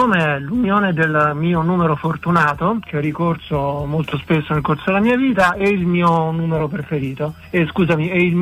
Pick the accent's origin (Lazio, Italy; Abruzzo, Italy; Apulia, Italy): Lazio, Italy; Rome; moved away; Ovviamente Roma fa parte della mia storia, ho ancora tantissimi amici lì, che rivedere è sempre una gioia, ho anche la mia famiglia lì, quindi diciamo che vivo un po' di questo dualismo nel quale sto bene in entrambi i posti